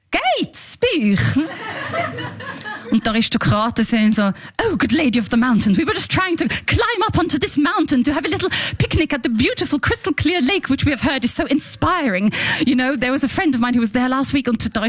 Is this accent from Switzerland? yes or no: yes; Switzerland; Aber ich habe schon das Gefühl, ich bin da in der Schweiz aufgewachsen. Ich habe die Ansprüche, die man hat, wenn man in der Schweiz aufwächst.